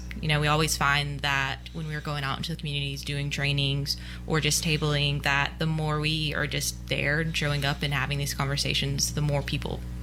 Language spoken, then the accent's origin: English; Belvoir, North Carolina, United States; I grew up here in Pitt County. I'm from Belvoir, North Carolina.